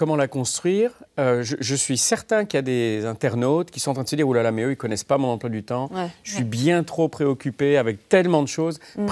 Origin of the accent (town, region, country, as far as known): France